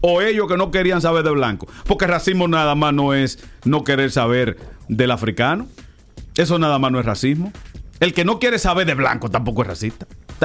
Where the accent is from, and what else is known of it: Dominican Republic